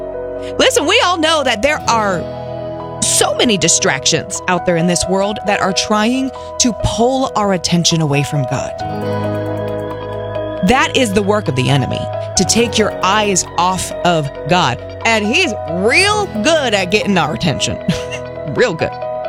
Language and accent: English; Wichita, Kansas, United States; … in Wichita, Kansas, my hometown, Wichita.